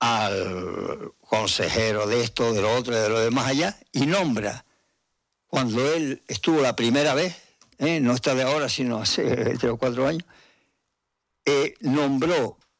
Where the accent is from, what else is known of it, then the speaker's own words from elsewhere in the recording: Lanzarote, Canary Islands, Spain; Yo soy de Lanzarote y lo que eran las aljibes, y siempre tiene uno metido en la cabeza, por supuesto, el hilito y tal, con el cubo agarradito y tal